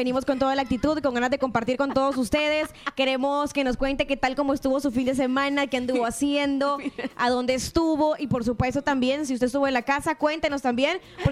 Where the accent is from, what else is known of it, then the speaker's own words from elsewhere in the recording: El Salvador; soy salvadoreña